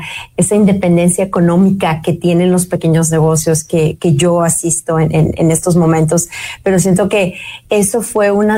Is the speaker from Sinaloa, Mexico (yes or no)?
yes; Mazatlán, Sinaloa, Mexico; moved away as an adult; now in United States; La verdad que tengo unos recuerdos hermosos de mi infancia ahí en Mazatlán, y bueno, ya después de los 18 años me vengo aquí a Estados Unidos.